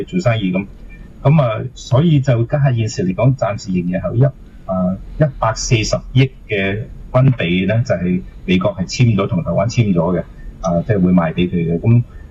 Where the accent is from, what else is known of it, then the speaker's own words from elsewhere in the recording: China; 呢個係我哋中國人。